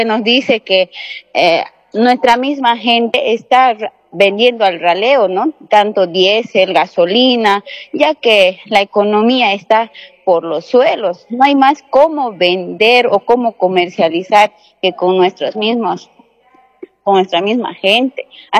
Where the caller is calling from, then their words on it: Santa Cruz, Bolivia; aquí en la zona norte de Santa Cruz, lo que es Cuatro Cañadas, Minero, Saavedra